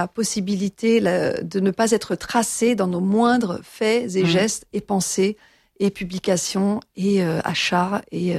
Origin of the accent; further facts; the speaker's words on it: Geneva, Switzerland; also born or lived in Ferney-Voltaire, France; Mes parents étaient ingénieurs au CERN, et donc, par la force des choses, je suis née à Genève. Mais j'y ai passé presque toute ma vie, sachant quand même que j'ai fait l'école primaire, l'école secondaire en France, voisine, à Ferney-Voltaire. Et je me sens vraiment binationale